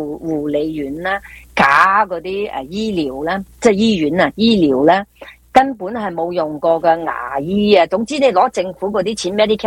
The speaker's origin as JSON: {"language": "Cantonese", "region": "California", "country": "United States", "said": "我当然希望咧，上帝祝福我哋加州人咧"}